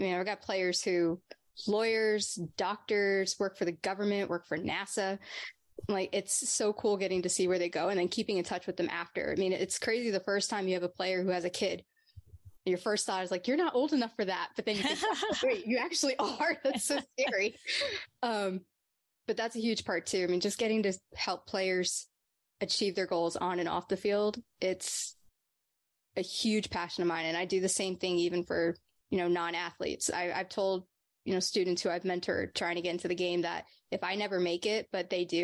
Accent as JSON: {"language": "English", "region": "Texas", "country": "United States", "tie": "born or raised there", "also_born_or_lived": "New Jersey / New York", "said": "I moved to Texas when I was six, but no. I was born in New Jersey, lived in New York for a year."}